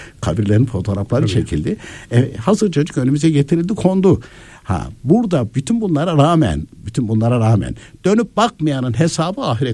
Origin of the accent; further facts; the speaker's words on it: Konya, Turkey; Konya'da, ben Konyalıyım ya.